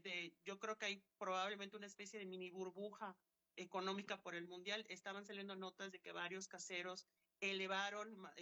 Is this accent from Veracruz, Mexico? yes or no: no; Yucatán, Mexico; now in Monterrey, Mexico; Soy de Yucatán, pero vivo en Monterrey.